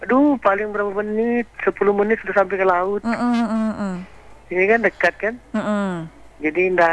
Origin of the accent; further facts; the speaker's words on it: Samarinda, East Kalimantan, Indonesia; Soalnya aku tumbuh dulu tinggal di Pasar Segiri.